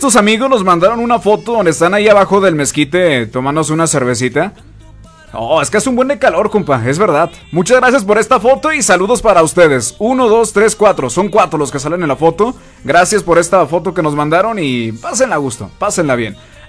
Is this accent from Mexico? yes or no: yes; Mexico; Como buen latino y como mexicano, también aquí recordamos y queremos a nuestra madre.